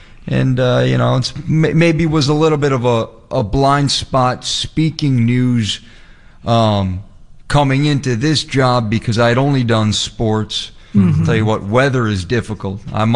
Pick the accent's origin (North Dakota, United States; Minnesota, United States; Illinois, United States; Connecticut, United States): Illinois, United States; Northbrook; Born and raised in Chicago. Yep. Grew up in the suburb of Northbrook. Went to Glenbrook North High School.